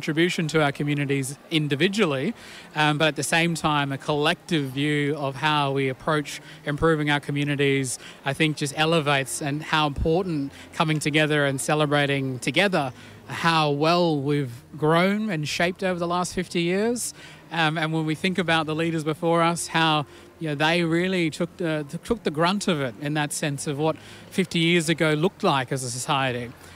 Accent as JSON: {"language": "English", "town": "Ceduna", "region": "South Australia", "country": "Australia", "tie": "born or raised there", "moved": "yes", "lives_now": "Adelaide, Australia", "said": "So I'm not from Adelaide, I'm from Sejuna. So I grew up camping 24/7, basically every weekend with my family as a young boy."}